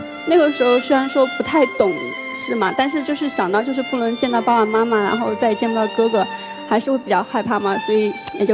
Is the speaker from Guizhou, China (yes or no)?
yes; Guiyang, Guizhou, China; 在我的记忆里面，一直都是在贵阳。